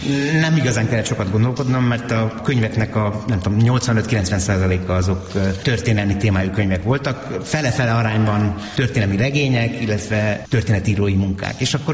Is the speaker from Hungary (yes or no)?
yes; Budapest, Hungary; Igen, Budafokon nőttem fel.